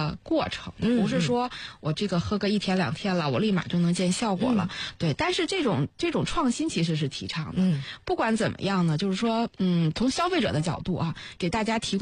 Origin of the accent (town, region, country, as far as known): China